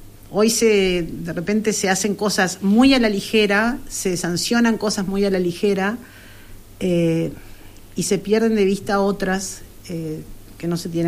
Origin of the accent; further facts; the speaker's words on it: Uruguay; me indigna un poco como uruguaya